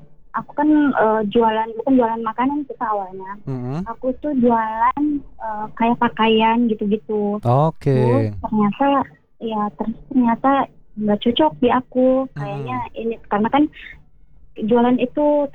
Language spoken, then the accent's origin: Indonesian; Sulawesi, Indonesia; moved away as an adult; now in Jakarta, Indonesia; Aku kan orang Sulawesi nih, Kak.